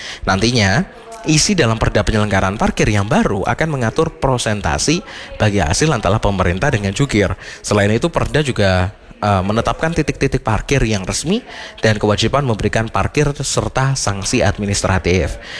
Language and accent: Indonesian; Malang, East Java, Indonesia; sebagai warga Kota Malang